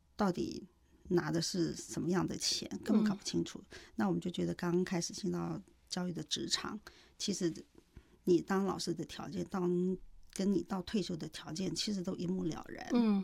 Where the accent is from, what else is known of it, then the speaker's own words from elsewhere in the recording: Ren'ai, Nantou County, Taiwan; 因为我是在部落长大的小孩我是赛德克族的小孩，